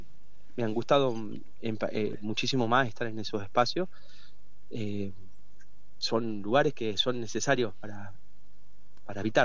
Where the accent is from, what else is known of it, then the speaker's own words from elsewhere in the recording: Tucumán, Argentina; moved away as an adult; desde los 18 años que yo me fui de Tucumán, no volví a estar en ciertos momentos del año con la familia.